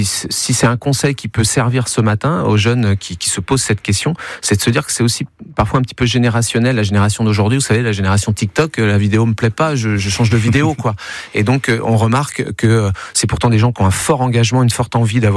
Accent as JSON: {"language": "French", "region": "Brittany", "country": "France", "moved": "as an adult", "said": "je suis parti à Tulle, en Corrèze, alors que je suis breton."}